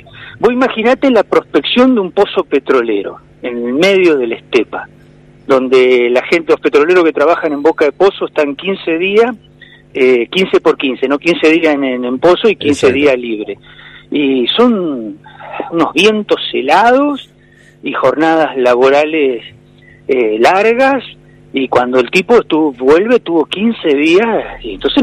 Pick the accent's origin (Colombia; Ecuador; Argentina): Argentina; nosotros somos los argentinos del clima fácil